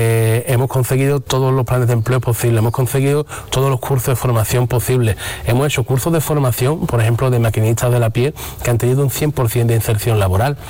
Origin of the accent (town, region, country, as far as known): Arcos de la Frontera, Andalusia, Spain